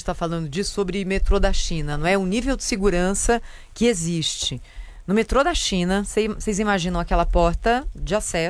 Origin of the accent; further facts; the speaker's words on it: Brazil; eu, como brasileira